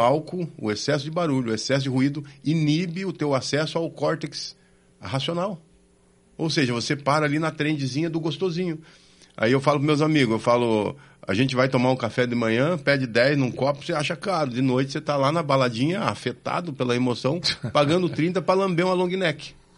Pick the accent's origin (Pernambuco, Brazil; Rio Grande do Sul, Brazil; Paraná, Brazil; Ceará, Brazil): Paraná, Brazil; eu sou da região de Londrina, dá 90, 100 quilômetros.